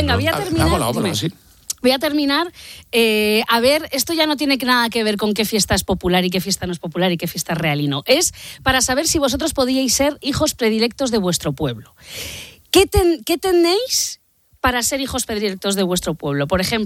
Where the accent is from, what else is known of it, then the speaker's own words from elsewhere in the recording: Garcinarro, Castilla-La Mancha, Spain; después de una noche de fiesta en mi pueblo, en Garcinarro, y veréis lo que ha salido.